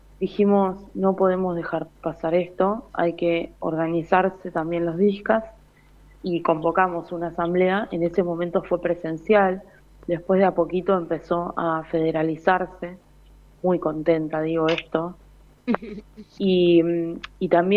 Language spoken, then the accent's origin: Spanish; Buenos Aires Province, Argentina; yo soy de Buenos Aires … de Buenos Aires, yo soy conurbana en realidad.